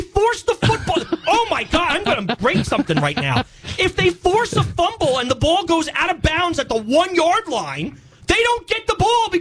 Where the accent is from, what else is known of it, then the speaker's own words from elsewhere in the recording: New York, United States; I have some friends from where I grew up in New York that still do it